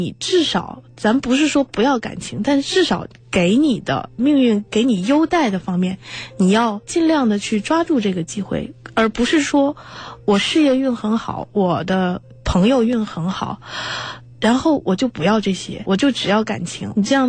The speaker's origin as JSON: {"language": "Chinese", "country": "China", "said": "我们中国人"}